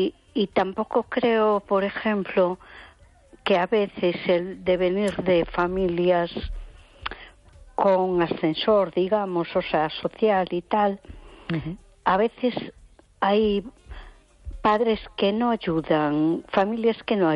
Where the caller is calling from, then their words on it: A Coruña, Galicia, Spain; de Coruña.